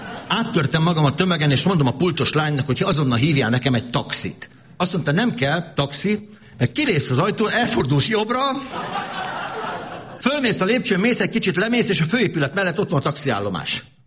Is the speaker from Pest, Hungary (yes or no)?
no; Esztergom, Komárom-Esztergom, Hungary; born there; also born or lived in Zalaegerszeg / Kecskemét; now in Miskolc, Hungary; én ugye Esztergomban születtem, az egy jóval kisebb város, mint Miskolc, aztán utána Zalaegerszegen, Kecskeméten dolgoztam, azok már viszonylag nagyobb városok, de még mindig nem akkorák, mint Miskolc